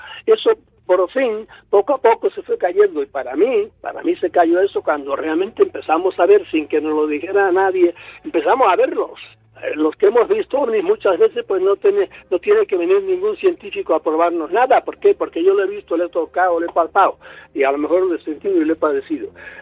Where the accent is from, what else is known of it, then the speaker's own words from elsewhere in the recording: Spain; Nosotros, a pesar de que en España estamos tan mal